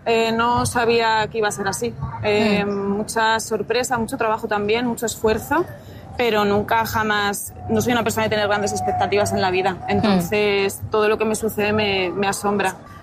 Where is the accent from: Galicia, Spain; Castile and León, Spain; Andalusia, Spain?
Castile and León, Spain; Segovia; Sí, yo soy de Segovia.